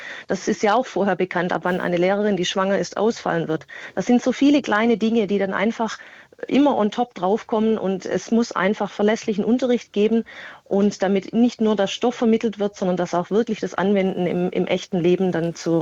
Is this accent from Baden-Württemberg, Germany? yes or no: yes; Baden-Württemberg, Germany; ich komme aus Baden-Württemberg.